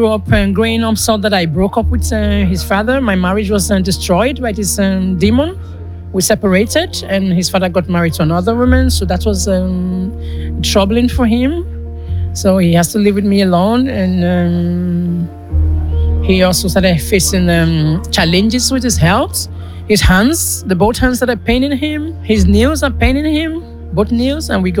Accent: Nigeria; now in Netherlands; I'm coming from Nigeria, but I live here in the Netherlands.

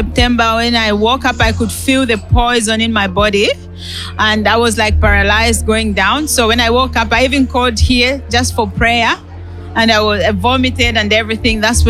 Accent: United Kingdom; I come from the United Kingdom.

